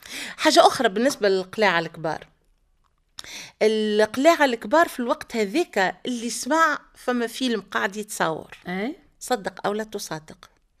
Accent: Tunisia

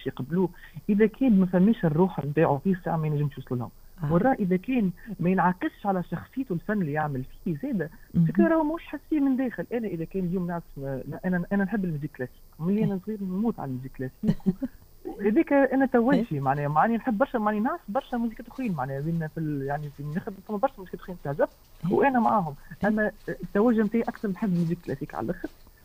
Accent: Tunisia; انا من تونس

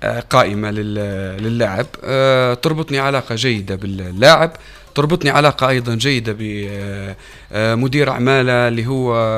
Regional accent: Libya; الناس عرفتني كليبي

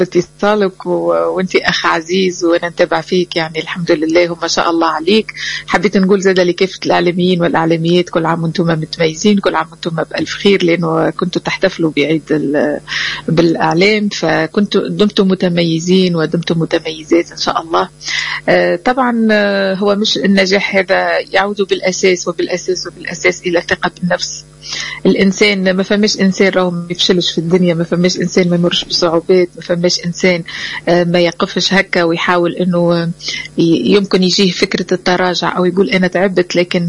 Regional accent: Tunisia; now in New York, United States; وتحية إلى بلادي تونس العزيزة على قلوبنا جميعا

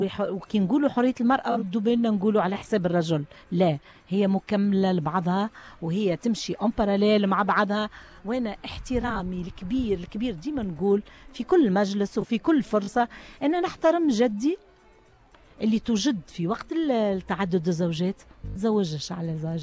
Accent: Tunisia; انا كامراه تونسيه

